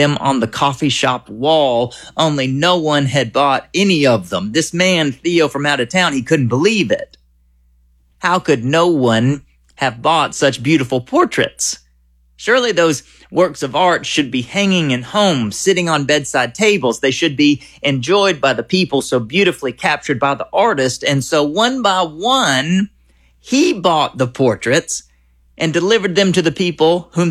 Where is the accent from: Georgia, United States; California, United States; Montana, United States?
Georgia, United States; In college, I took a trip to New York City. There, I told a man that I was from Georgia, and he responded, "I know."